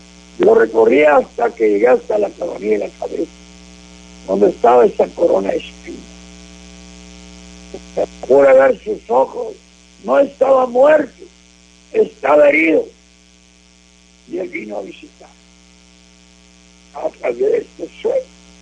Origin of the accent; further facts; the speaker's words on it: Río Bravo, Tamaulipas, Mexico; yo soy del pueblo de Río Bravo. Yo viví en Río Bravo, en la enfrente de la plaza principal de Río Bravo. Ahí vivieron mis padres, ahí vivimos.